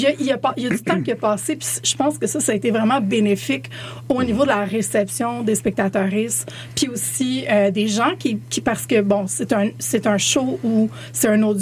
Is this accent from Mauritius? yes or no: no; Montreal, Quebec, Canada; je suis de Montréal